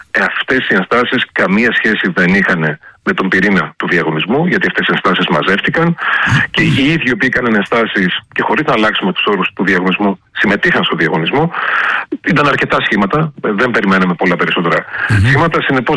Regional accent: Trikala, Thessaly, Greece; Ως τρικαλινός φοιτητής στην Αθήνα, το ξέρω πάρα πολύ καλά

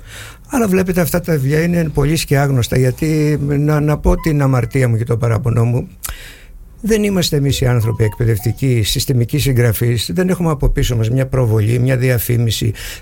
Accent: Agrinio, Western Greece, Greece; τον τόπο μου εδώ, το Αγρίνιο, το Αγγελόκαστρο, γενικότερα τη Δυτική Ελλάδα.

